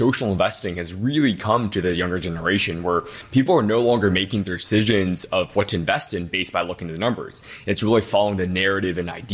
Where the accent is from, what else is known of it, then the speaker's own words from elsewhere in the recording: Detroit, Michigan, United States; Yeah. So born and raised in Detroit, my parents are immigrants. We didn't have a lot of money growing up.